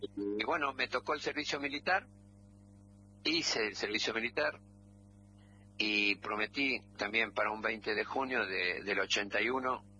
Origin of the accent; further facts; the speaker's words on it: Tucumán, Argentina; born there; Soy tucumano de nacimiento, nací de Berta y Rubén